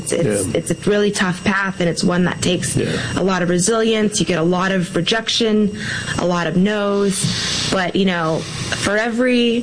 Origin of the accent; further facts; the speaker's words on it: Nebraska, United States; So I'm from Nebraska, so I went to school on a farm, and they had a violin program there.